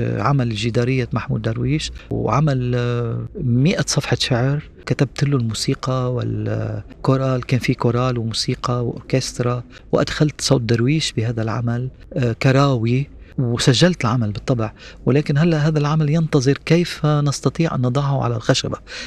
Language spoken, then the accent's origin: Arabic; Lebanon; أنا جاي من بيروت، جاي من بلد منكوب،